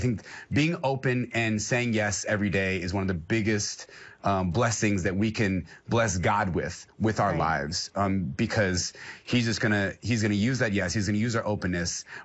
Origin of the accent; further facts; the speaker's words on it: Los Angeles, California, United States; I'm from Los Angeles, California.